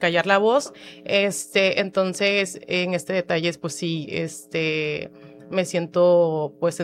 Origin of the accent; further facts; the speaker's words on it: Macuspana, Tabasco, Mexico; soy del poblado Aquiles Cerdán, Macuspana, Tabasco.